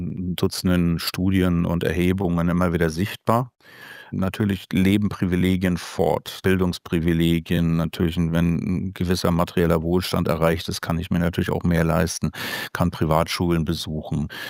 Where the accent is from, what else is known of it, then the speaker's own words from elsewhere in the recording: East Germany, Germany; als Ostdeutscher